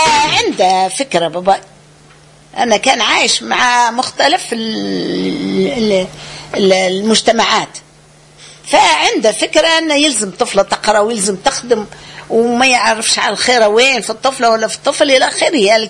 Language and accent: Arabic; Medenine, Tunisia; احنا كنا من الوادي التالي والمحله من الوادي القدام.